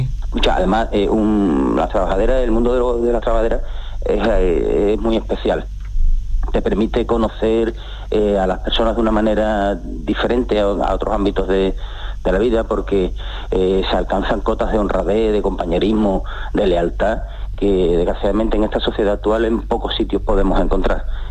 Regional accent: Jerez, Andalusia, Spain; Pues mira, como bien sabéis, yo soy de Jerez.

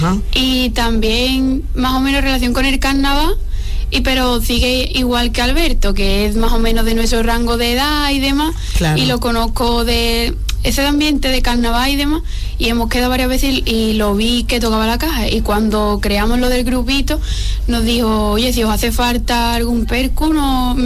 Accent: Arcos de la Frontera, Andalusia, Spain; lo conozco más o menos como de vista, porque somos de pueblos diferentes, de Espera, y Íñigo y yo somos de aquí de Arcos, pero sí que nos conocíamos, tú sabes, lo típico de que te conoces de los pueblos de al lado y demás.

